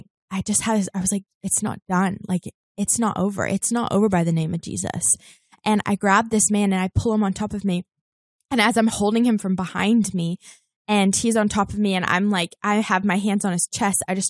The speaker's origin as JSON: {"language": "English", "country": "New Zealand", "tie": "born or raised there", "moved": "yes", "lives_now": "Los Angeles, United States", "said": "Yeah, so I had just several years ago, I just moved to LA. I grew up in New Zealand, moved to LA."}